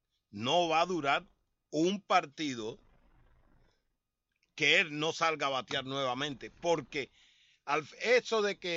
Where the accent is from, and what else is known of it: Cuba